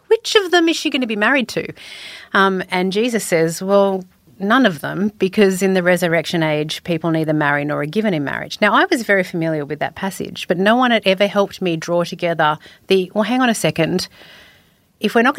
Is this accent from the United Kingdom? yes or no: no; Sydney, New South Wales, Australia; I grew up in Sydney. So I'm a Sydney girl, born and bred in what I thought was the eastern suburbs of Sydney.